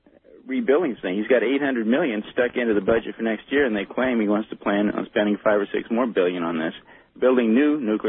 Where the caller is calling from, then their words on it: Seattle, Washington, United States; I'm calling from Seattle.